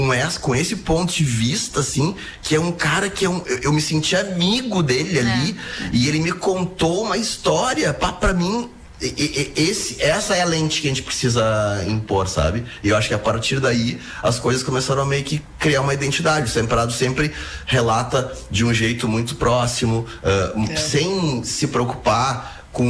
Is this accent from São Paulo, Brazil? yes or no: no; Porto Alegre, Rio Grande do Sul, Brazil; A gente nasceu, o nosso CEP é 90 mil e alguma coisa, né?